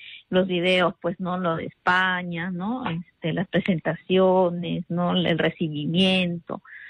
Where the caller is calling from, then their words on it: Chiclayo, Lambayeque, Peru; Desde Chiclayo